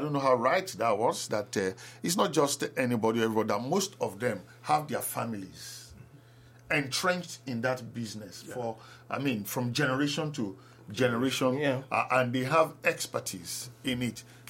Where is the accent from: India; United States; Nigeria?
Nigeria; now in Benin City, Nigeria